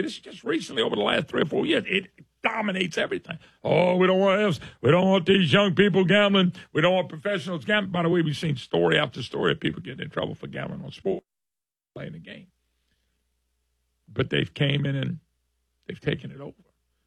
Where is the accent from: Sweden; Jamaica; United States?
United States; Ventura, California; I grew up in Ventura, California. Multiple times we suddenly had to move because of extreme financial ups and downs.